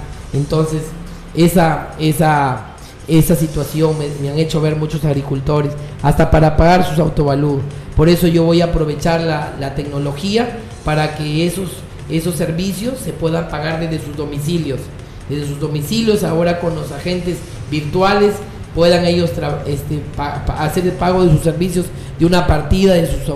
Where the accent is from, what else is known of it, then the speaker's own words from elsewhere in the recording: Piura, Peru; hermanos de San Francisco de Asís, mis vecinos, mi pueblo donde yo vengo, donde he nacido, San Francisco de Asís, mi tierra natal, ahí donde están mis tíos, mi abuelita.